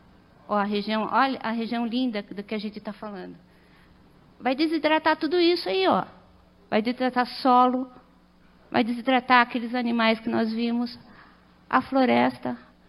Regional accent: São Roque, São Paulo, Brazil; Eu sou de São Roque, eu não conheço vocês. Eu sou de outra subbacia.

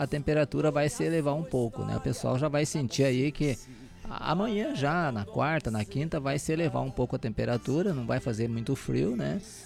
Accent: Brazil

